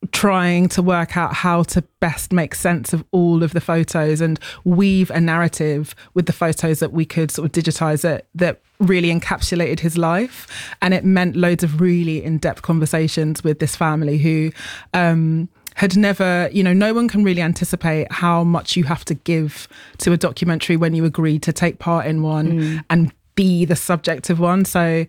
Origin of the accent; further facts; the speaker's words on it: United Kingdom; we're not American, we're very much British